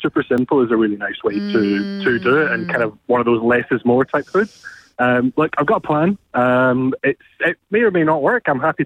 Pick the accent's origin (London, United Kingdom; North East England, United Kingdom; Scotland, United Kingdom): Scotland, United Kingdom; now in Australia; So it's funny talking to Australians about barbecue as a Scot.